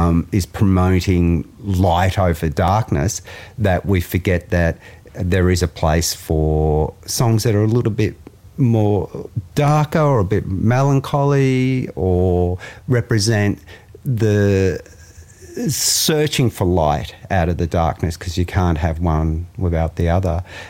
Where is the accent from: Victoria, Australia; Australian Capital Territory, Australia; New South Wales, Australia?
Victoria, Australia; St Kilda; So I think that's, for me, that's where dark folk came from, particularly growing up in St Kilda in the late 80s.